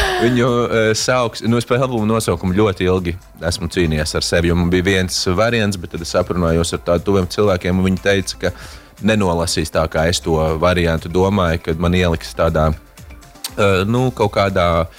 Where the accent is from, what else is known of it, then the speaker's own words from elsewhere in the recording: Riga, Latvia; Vispār es esmu diezgan rīdzinīts.